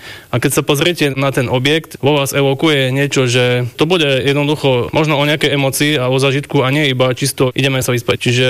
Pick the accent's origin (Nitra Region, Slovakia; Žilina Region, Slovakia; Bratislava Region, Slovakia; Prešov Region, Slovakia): Prešov Region, Slovakia; Kolonica; also born or lived in Snina; do Kolonice, kde som ja vyrastal. Narodil som sa síce v Snene, ale vždy mi bol bližší tento región.